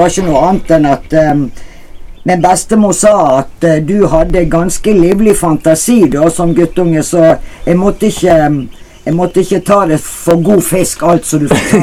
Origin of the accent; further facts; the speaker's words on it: Bergen, Vestland, Norway; jeg er fra Bergen, oppvokst i Bergen.